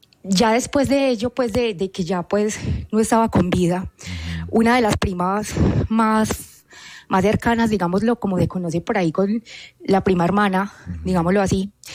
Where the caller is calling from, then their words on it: Pereira, Risaralda, Colombia; saludos desde aquí, desde Pereira.